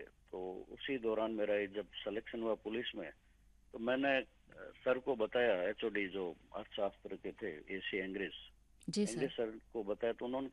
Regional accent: Barmer, Rajasthan, India; मैं बाड़मेर जिले से हूँ, तो हमारे पूर्वज भी क्षत्रिय थे, तो उनका एक धर्म था राष्ट्र रक्षा, देश की सेवा, और बॉर्डर एरिया के रहने वाले थे हम लोग।

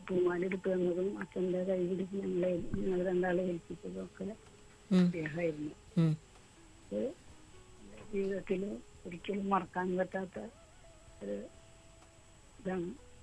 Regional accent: Kodungallur, Kerala, India; born there; now in Angamaly, India; കൊടുങ്ങല്ലൂരാണ് ഞാൻ ജനിച്ച സ്ഥലം.

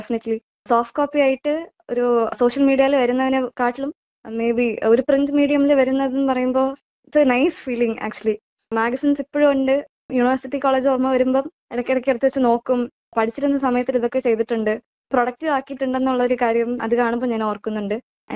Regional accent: Nagercoil, Tamil Nadu, India; moved away as an adult; Nagercoil സ്വദേശിനിയാണ്

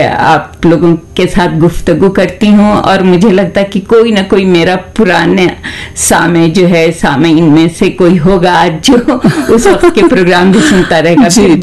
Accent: Bihar, India; तो भाई मैं बिहार की रहने वाली हूँ और वहीं से मैंने ग्रेजुएशन वगैरह किया।

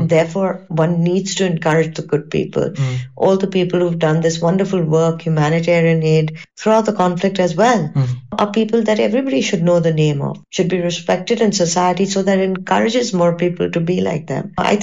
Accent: Surat, Gujarat, India; No, I'm from the Surat side. It's not meetha at all.

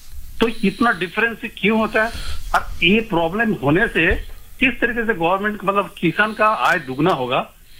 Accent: West Bengal, India; now in Thane, India; और मेरा native place है वेस्ट बंगाल, जहाँ से सिंगूर टाटा नैनो हुआ था.

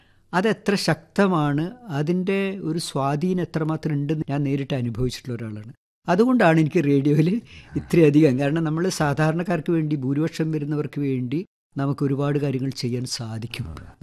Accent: a village in Kannur district, Kerala, India; ഞാൻ ജനിച്ചു വളർന്നത് കണ്ണൂർ ജില്ലയിലെ ഒരു കുഗ്രാമത്തിലാണ്.

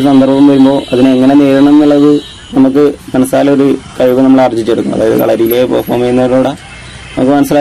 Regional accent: Kuttippuram, Kerala, India; ഞാൻ കുറ്റിപ്പുറത്ത്.

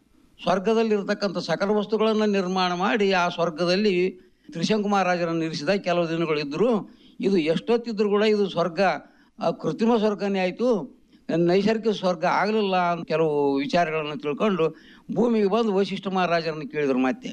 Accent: Manaslapura, Karnataka, India; ಎಲ್ಲರೂ ಕೂಡ ಸೇವೆ ಮಾಡಿಕೊಂಡು ಸುಖದಿಂದ ಬಾಳ್ಕೊಂಡೀವಿ ನಮ್ಮ ಗ್ರಾಮದಲ್ಲಿ.

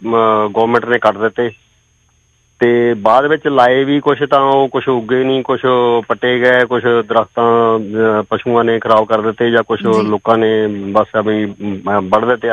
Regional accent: Sagwal, Punjab, India; now in Jalandhar, India; ਸਾਡਾ ਪਿੰਡ ਹੈਗਾ ਇੱਧਰੋਂ ਪਠਾਨਕੋਟ ਰੋਡ 'ਤੇ ਕਿਸ਼ਨਗੜ੍ਹ ਦੇ ਕੋਲ ਸਗਵਾਲ ਪਿੰਡ

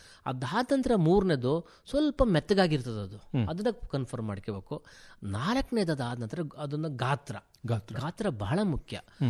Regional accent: Karnataka, India; ನಾನು ಆಸನ ಭಾಗದವನೇ ಆಗಿದ್ದರಿಂದ

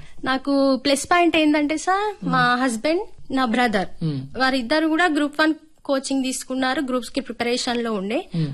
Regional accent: Utnoor, Telangana, India; నాది ఆదిలాబాద్ జిల్లా ఊట్నూరు మండలం సార్. నేను 1 నుండి 7వ తరగతి ఊట్నూరులోని సరస్వతి శిశు మందిర్ పాఠశాలలో చదువుకున్నాను

